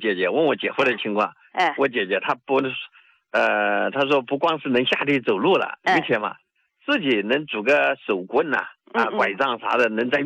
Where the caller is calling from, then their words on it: Xiangyang, Hubei, China; 我是湖北襄樊的。